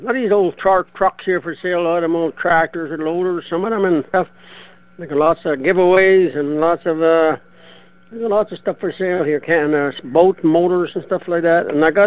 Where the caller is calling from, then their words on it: Manitoba, Canada; I'm calling from the Interlake.